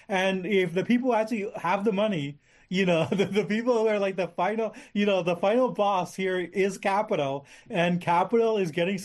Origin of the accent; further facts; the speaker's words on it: Canada; my experience as a Canadian